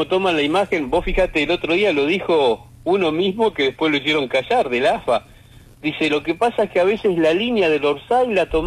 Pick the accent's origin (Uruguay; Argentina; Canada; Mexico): Argentina